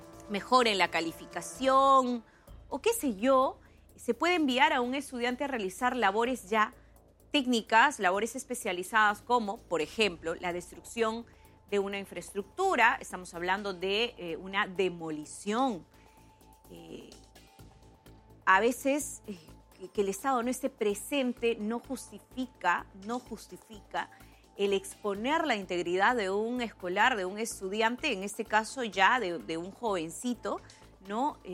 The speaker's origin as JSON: {"language": "Spanish", "town": "Tocache", "region": "San Martín", "country": "Peru", "tie": "born or raised there", "said": "Yo podría hablar, por ejemplo, hasta de zonas cercanas a mi tierra, a Tocache o Patás, ¿no?"}